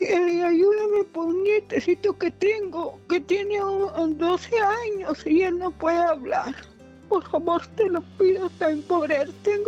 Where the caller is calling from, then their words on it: Chihuahua, Mexico; Pues aquí, Chihuahua.